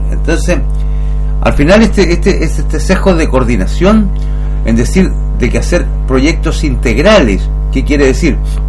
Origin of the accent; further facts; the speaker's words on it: Chile; como somos chilenos, estamos acostumbrados a que las cosas sean así